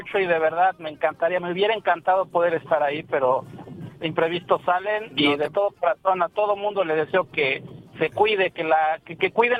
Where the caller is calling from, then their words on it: Puebla, Mexico; De la ciudad de Puebla, pero trabajo en Huejo